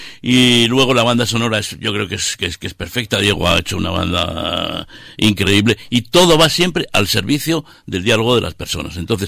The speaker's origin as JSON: {"language": "Spanish", "town": "Canales de la Sierra", "region": "La Rioja", "country": "Spain", "tie": "born or raised there", "said": "Y dio la casualidad que iba al teatro de mi pueblo, de Canales de la Sierra, entre hacer una actuación"}